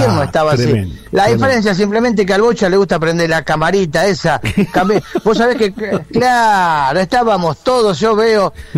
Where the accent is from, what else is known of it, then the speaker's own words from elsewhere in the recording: Argentina; todos, vos, yo, todos somos amantes del fútbol, somos argentinos.